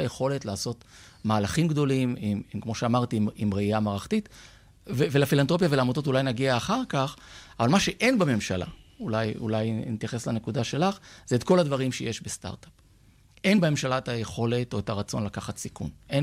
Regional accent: Holon, Tel Aviv District, Israel; born there; ואם גדלת בחולון, אז אתה יודע שבאמת אולם הפחים היה אחד ממרכזי העיר. ובאמת החיים שלנו התנהלו, אני יכול להגיד, כבני נוער שם.

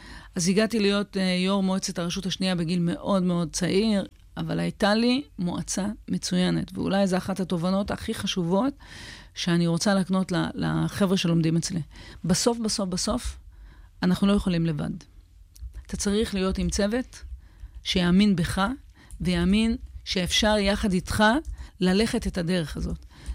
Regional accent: Ashkelon, Southern District, Israel; moved away; התחנות שעיצבו אותי בסוף, זה היה הילדות שלי באשקלון. זה ילדות במקום מאוד מאוד אוהב, מפרגן, תומך, שהיה קר נרחב לכל השיגונות שלי.

